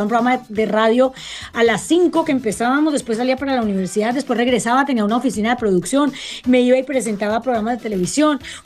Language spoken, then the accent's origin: Spanish; Cali, Valle del Cauca, Colombia; lo marca uno como caleño, la salsa